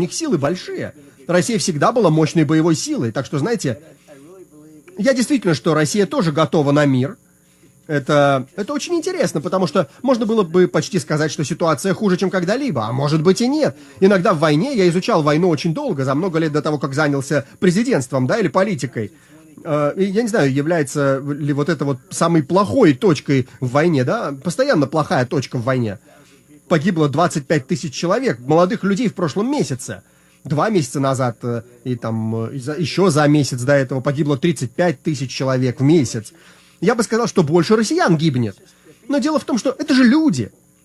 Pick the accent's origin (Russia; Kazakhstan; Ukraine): Ukraine; Украинская служба радио «Свободная Европа». Я из Украины.